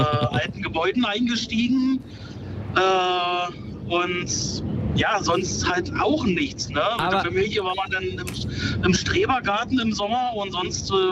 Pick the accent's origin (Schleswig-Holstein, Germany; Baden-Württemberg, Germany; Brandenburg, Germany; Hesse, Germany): Brandenburg, Germany; Eisenhüttenstadt; Hütte. Eisenhüttenstadt.